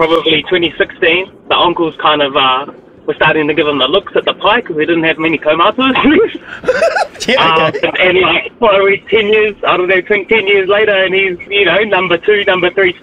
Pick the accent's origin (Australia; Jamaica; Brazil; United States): Australia; Western Australia; accent: Aussie; now in Raglan, New Zealand; I was born in Aussie, and we grew up 5 hours south of Perth, like a farm, like community, small as. But we moved home in 2019